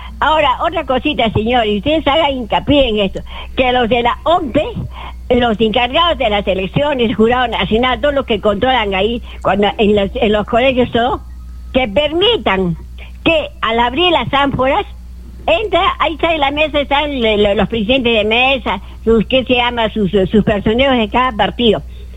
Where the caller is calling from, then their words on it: Arequipa, Peru; arequipeños, así seamos de Puno, de Juliaca, donde sea, todos somos arequipeños, vivimos en esta tierra, bajo los tres volcanes.